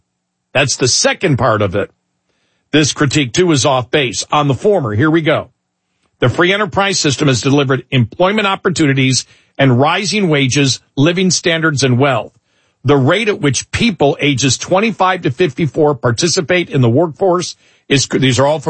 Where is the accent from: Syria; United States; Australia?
United States; Buffalo, New York; born or raised there